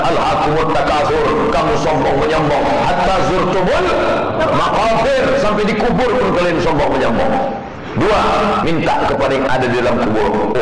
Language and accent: Indonesian; Aceh, Indonesia; now in Jakarta, Indonesia; Saya dari Aceh, ini jamaah yang paling banyak pahalanya. Dari Aceh langsung kemarin. Saya dulu mengaji di Aceh Besar sebelum saya ke Jakarta.